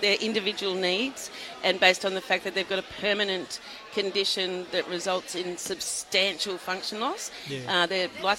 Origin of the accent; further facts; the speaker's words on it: Mossman, Queensland, Australia; So well, I'm from Mossman area, with the Gugulgulanji people.